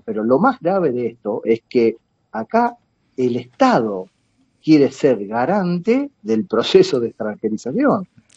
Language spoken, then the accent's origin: Spanish; Argentina